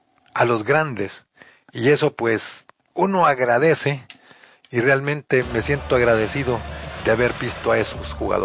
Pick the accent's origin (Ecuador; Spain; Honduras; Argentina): Honduras; moved away; Pude ver a Pelé allá en mi país hace muchísimos años, antes de que se retirara, después de ganar en el 70 en México, en un partido frente a Olimpia, en el Estadio Nacional de Tegucigalpa.